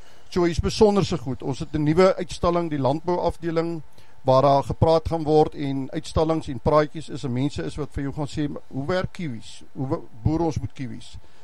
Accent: George, Western Cape, South Africa; moved away as an adult; also born or lived in Fort Beaufort; now in George, South Africa; ek het groot geword op George, 1963 gebore

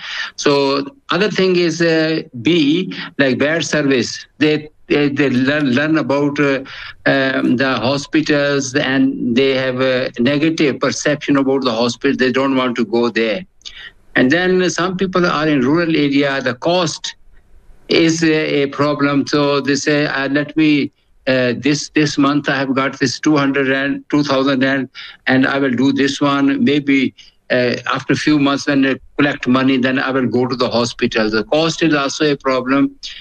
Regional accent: Pakistan; English is a second language; now in South Africa

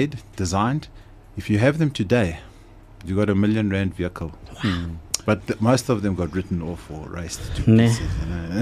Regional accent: Johannesburg, Gauteng, South Africa; I grew up in Orange Grove.

